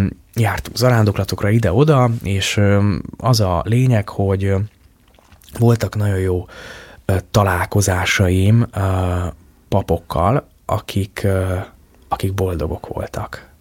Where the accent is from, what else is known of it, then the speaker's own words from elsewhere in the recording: Sopron, Győr-Moson-Sopron, Hungary; meg a gyerekkorom meghatározó élménye, ugye én soproni vagyok, úgy ott a határa, azt azért kinőttem.